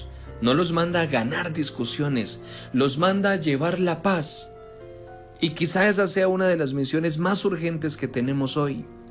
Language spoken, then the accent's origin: Spanish; Cauca, Colombia; Como caucanos, conocemos de cerca lo que significa vivir en medio de tensiones, de conflictos y de heridas que no terminan de sanar.